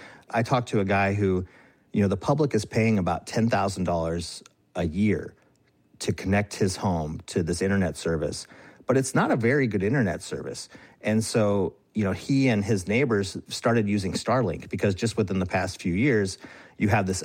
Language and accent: English; Alaska, United States; But, I'm from Alaska. I grew up here.